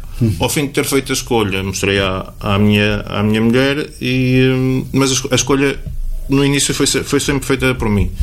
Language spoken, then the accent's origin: Portuguese; Vozela, Viseu, Portugal; Já não moro em Vozela, é verdade, mas estive em Vozela 30 anos. Cresci em Vozela, tenho os meus amigos em Vozela, tenho a família em Vozela.